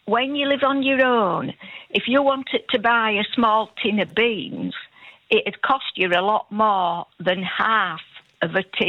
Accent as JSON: {"language": "English", "region": "Yorkshire and the Humber", "country": "United Kingdom", "accent": "Yorkshire", "said": "my Yorkshire accent"}